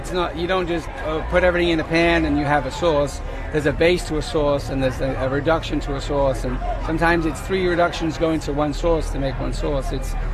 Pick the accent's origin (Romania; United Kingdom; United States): United Kingdom; England; moved away; I'm English. I don't have any French blood in me